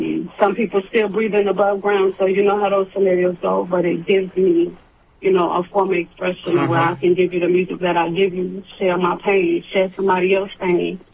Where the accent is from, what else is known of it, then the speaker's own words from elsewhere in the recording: the South, United States; also born or lived in California; I born in Cali, raised down south. Mother and father born and raised in New York.